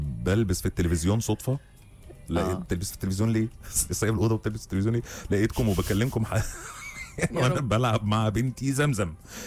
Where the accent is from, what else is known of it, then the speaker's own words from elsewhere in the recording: Asyut, Asyut Governorate, Egypt; وانا من اسيوط